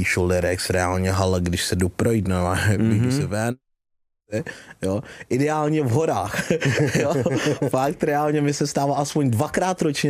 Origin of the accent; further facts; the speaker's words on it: Zambia; also born or lived in Králův Dvůr; now in Czech Republic; To už jsem jezdil z Berouna, z Králova dvora, jakoby kde, odkud jsem, nebo kam jsem se přesunul z Afriky, ze Zambie, tak to už jsem tady byl na střední škole.